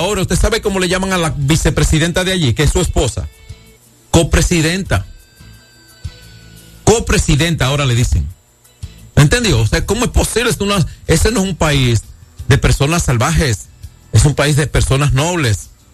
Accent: Dominican Republic; Yo me siento bien como dominicano

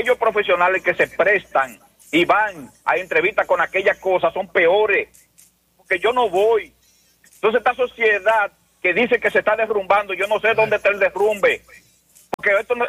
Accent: Moca, Espaillat, Dominican Republic; Buenos días, mi pueblo mocano

